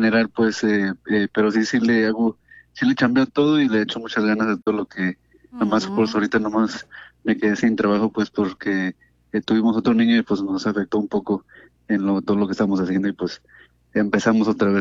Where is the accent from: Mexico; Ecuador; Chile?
Mexico; Jalisco; now in Santa Ana, United States; Yo soy de aquí, de Santana, pero yo soy originario de Jalisco.